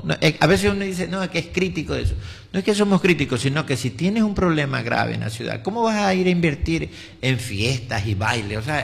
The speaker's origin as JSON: {"language": "Spanish", "town": "Manta", "region": "Manabí", "country": "Ecuador", "tie": "born or raised there", "said": "yo me crié en las Villas del Seguro, ahí donde vivía su mamá."}